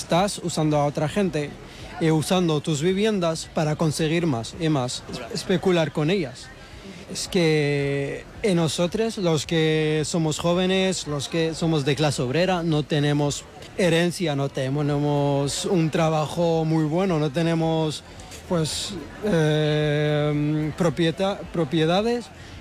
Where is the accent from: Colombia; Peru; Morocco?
Morocco; now in Spain; la situación de mi familia, que somos marroquíes, somos 6 personas. Hemos venido aquí hace 2 años